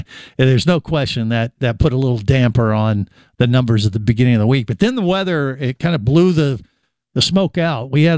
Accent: Florida, United States; I'm from Florida. My blood is thin.

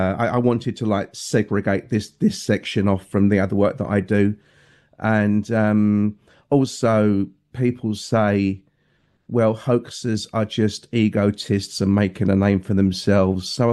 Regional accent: England, United Kingdom; as an Englishman

